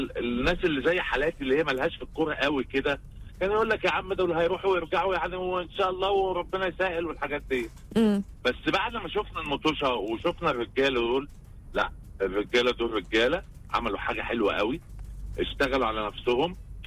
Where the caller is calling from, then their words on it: Egypt; أنا واحد من مصر